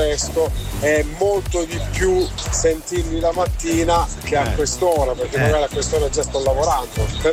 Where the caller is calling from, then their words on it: Milan, Lombardy, Italy; da Milano dalla Mezza Terme